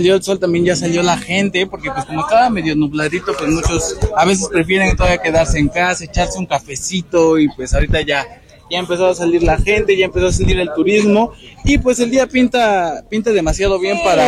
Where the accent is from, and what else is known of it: Puebla, Mexico